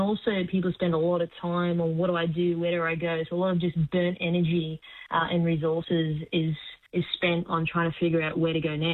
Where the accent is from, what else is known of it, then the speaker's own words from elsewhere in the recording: Queensland, Australia; I'm actually a Queenslander.